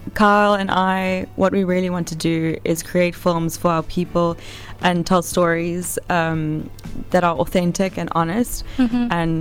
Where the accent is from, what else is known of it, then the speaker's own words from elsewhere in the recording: Cape Town, Western Cape, South Africa; Where, you know, growing up on the Cape Flats, a lot of young people suffer at the hands of gangsterism